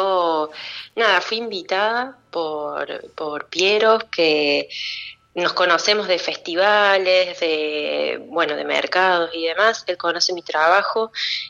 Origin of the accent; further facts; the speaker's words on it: Córdoba, Argentina; accent: tonada; yo estudié cine en Córdoba, yo soy de Córdoba, Argentina.